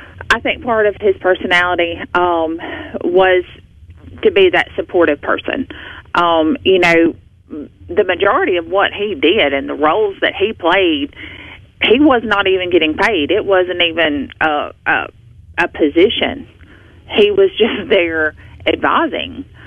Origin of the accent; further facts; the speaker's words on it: Tishomingo, Mississippi, United States; now in Booneville, United States; I grew up in Tishomingo, which is not far from here. But I've been in Boonville for 25 years now.